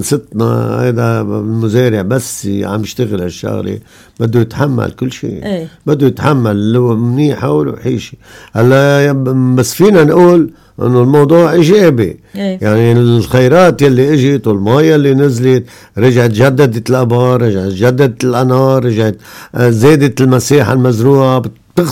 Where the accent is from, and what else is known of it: Lebanon